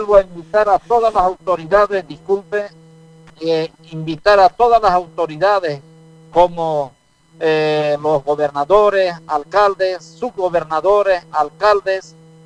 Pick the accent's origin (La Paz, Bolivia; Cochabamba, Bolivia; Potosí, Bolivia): Potosí, Bolivia; Cotagaita; now in Santa Cruz, Bolivia; Yo soy de Norchichas, exactamente de Cotagaita, está donde La Chascañón.